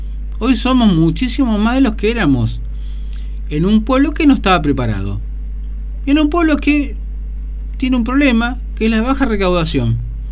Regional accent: General Rodríguez, Buenos Aires Province, Argentina; Y yo conozco a Rodríguez porque yo nací acá en Rodríguez. Y salvo un año de mi vida que trabajé en Capital, siempre estuve acá en Rodríguez.

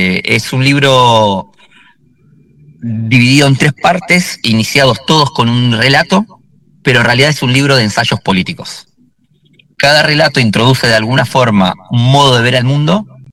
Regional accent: Bolivia; yo previamente ya sabía que todo lo libertario iba a apuntarme a mí como migrante boliviano

